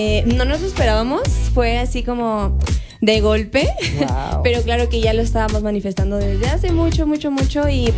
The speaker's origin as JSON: {"language": "Spanish", "town": "Ciudad Juárez", "region": "Chihuahua", "country": "Mexico", "said": "todas nosotras somos de Ciudad Juárez, Chihuahua. … tengo 25 años, ya casi cumplo 26."}